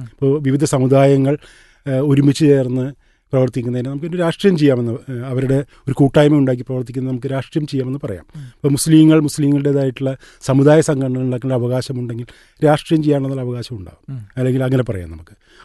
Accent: Kerala, India

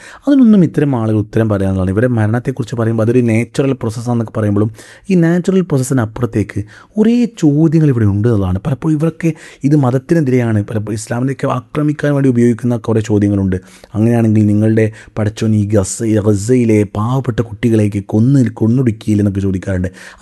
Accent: Kerala, India; born there; നേപ്പാളിലെ പ്രളയത്തിൽ പെടാതെ ഞാൻ കേരളത്തിൽ ജനിച്ചത് എന്തുകൊണ്ട്?

